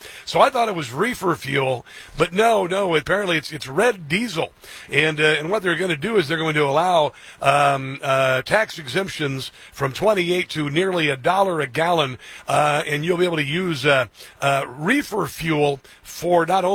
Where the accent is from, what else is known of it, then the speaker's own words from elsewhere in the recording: Midwest, United States; I'm from the Midwest, the heartland.